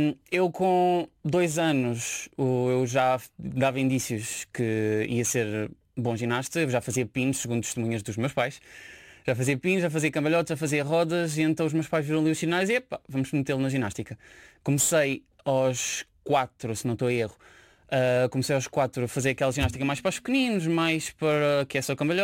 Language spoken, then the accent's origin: Portuguese; Barreiro, Setúbal, Portugal; born there; nasci no Barreiro, tenho 24 anos, nasci a 21/7/2002, mesmo no meio do verão.